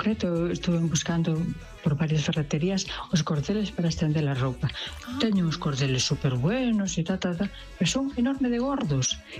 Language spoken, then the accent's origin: Galician; Vigo, Galicia, Spain